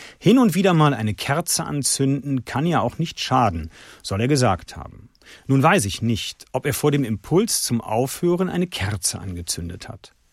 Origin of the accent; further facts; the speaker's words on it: Düsseldorf, North Rhine-Westphalia, Germany; Ich bin Düsseldorfer und liebe meine Heimat.